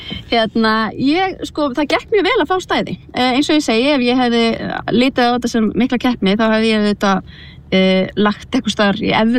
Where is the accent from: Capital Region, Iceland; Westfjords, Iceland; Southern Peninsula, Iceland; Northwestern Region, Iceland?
Capital Region, Iceland; Reykjavík; þar sem við Reykvíkingar getum fengið að njóta veðurblíðunar þegar hún lætur sjá sig.